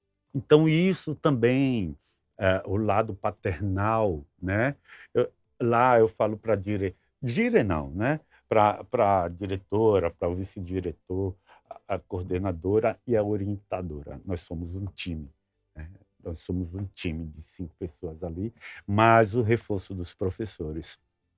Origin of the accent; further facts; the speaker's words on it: São Paulo, Brazil; also born or lived in Sergipe / Livramento; now in Nova Prata, Brazil; Eu sou paulista, né? Mas fui para Sergipe. Lá eu casei com Denise, a minha esposa. Já tem 37 anos de casado. E depois eu vim transferido para cá, para Livramento.